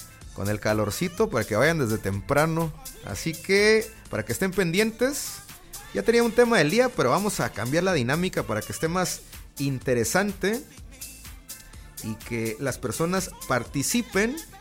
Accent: Mexico

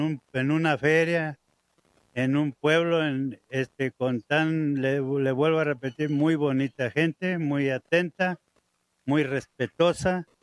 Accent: Tamasopo, San Luis Potosí, Mexico; Yo vengo del municipio de Tamasopo, San Luis Potosí, a presentar mi producto.

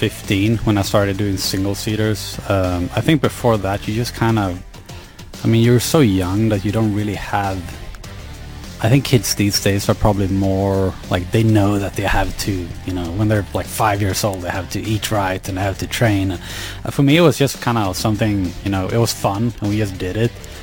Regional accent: Sweden; where I grew up in Sweden

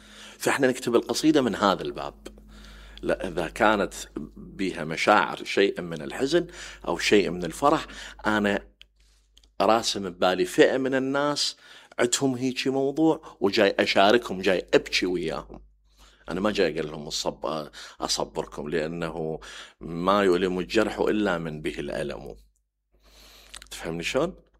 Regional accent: Iraq; إحنا تعبت كعراقي، مو تعبت

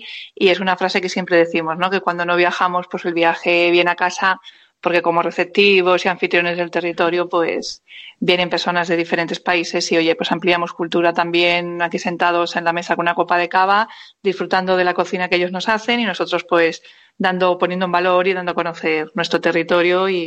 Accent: Madrid, Community of Madrid, Spain; also born or lived in Barcelona; Yo, claro, soy madrileña, llevo 20 años viviendo en el Penedès, me vine a Barcelona porque vine a hacer unos estudios

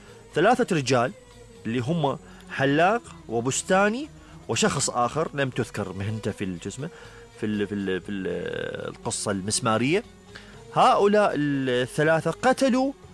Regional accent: Iraq; ليس من باب أنه نحن عراقيين كعراقيين يعني نتكلم بعاطفة،

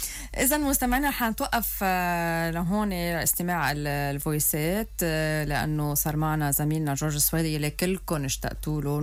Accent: Lebanon; نحن لبنانية

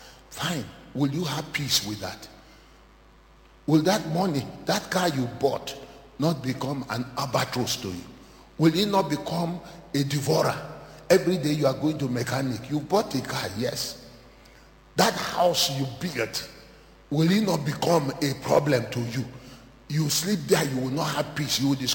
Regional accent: Nigeria; in our own clan as a Nigerian

